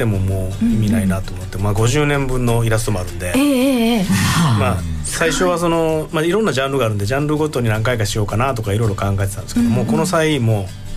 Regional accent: Komatsushima, Tokushima, Japan; 僕は小松島なんでね。

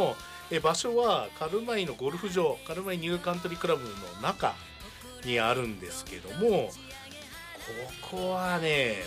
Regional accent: Sendai, Miyagi, Japan; moved away; 僕仙台人

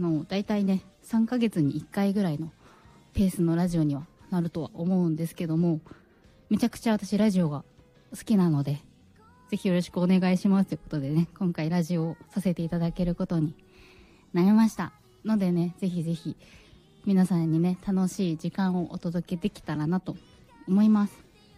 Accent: Aomori, Japan; moved away as an adult; now in Tokyo, Japan; まず出身が、東京ではなくて青森になります。青森からね、10年前ぐらいですね、上京をしてきて、もう東京に今10年ぐらい住んでいます。

